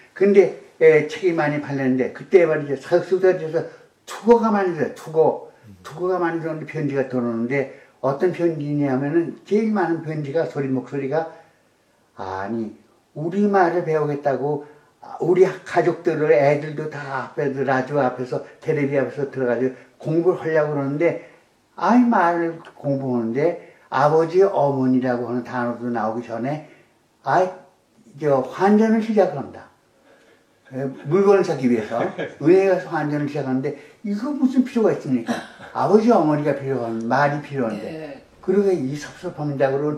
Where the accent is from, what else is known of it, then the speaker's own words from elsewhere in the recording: Seoul, South Korea; born there; 근데 내가 하는 나 서울 태생인데